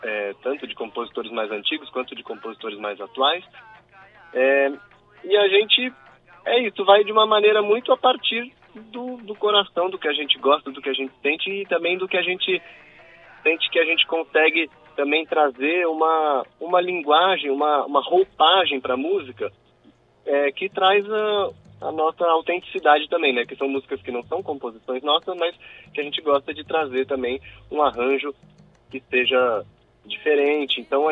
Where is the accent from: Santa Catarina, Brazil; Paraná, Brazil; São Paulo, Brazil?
São Paulo, Brazil; Nós somos da capital, São Paulo. E eu fui nascido e criado na capital.